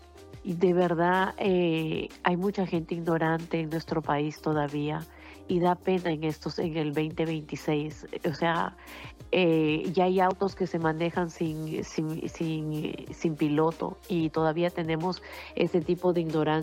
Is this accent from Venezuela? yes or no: no; Peru; Y yo digo, no lo sé por qué, yo soy peruana y yo amo dar la mano a una chica peruana